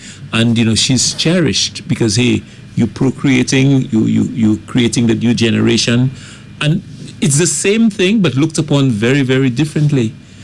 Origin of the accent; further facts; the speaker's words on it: Gros Islet, St. Lucia; growing up in Groseley as a boy